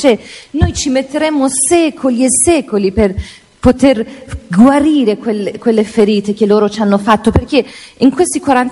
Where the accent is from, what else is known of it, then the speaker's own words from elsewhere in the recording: Kurdistan, Iran; Italian is a second language; moved away as an adult; now in Italy; io quando sono partita ho lasciato il mio paese, ho detto basta, io dopo 30 anni